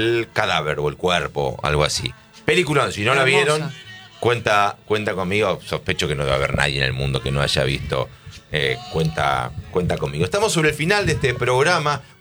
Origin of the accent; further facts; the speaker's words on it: José de San Martín, Chubut, Argentina; born there; yo nací en José de San Martín Chubut, es un pueblo muy chico, un pueblo de primera, porque ponés segundo y salís del pueblo.